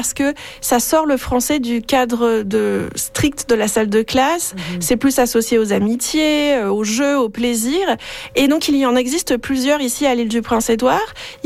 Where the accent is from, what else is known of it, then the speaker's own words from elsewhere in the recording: France; moved away; en tant que Française d'origine.